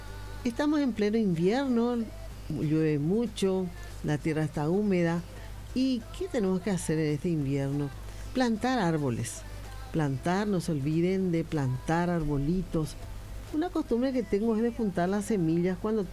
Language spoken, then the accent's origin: Spanish; Paraguay; Nuestra solidaridad como paraguayos